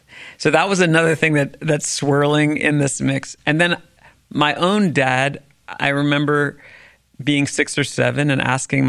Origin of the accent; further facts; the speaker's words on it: Washington, District of Columbia, United States; because I was growing up in Washington, D.C., where you kind of can't tune that stuff